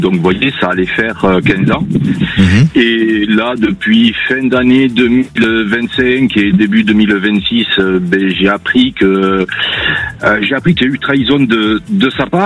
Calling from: Nouvelle-Aquitaine, France; Je suis à Sud-Mou, dans le 64.

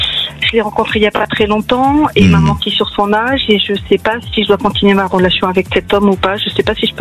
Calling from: Occitanie, France; je me cache dans le Lot.

